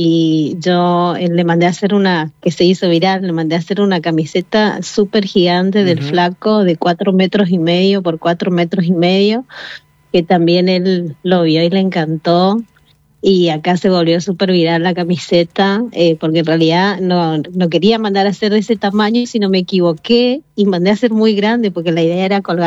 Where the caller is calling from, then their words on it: Argentina; si no sufrimos no somos argentinos